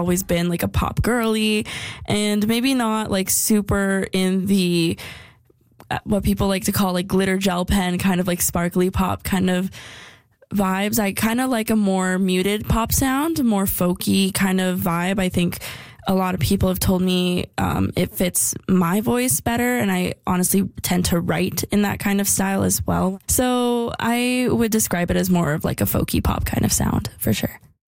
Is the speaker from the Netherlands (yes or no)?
no; Calgary, Alberta, Canada; I am an artist from Calgary, Alberta.